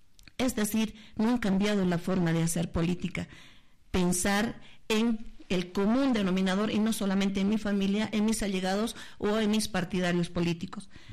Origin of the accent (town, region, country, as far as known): Potosí, Bolivia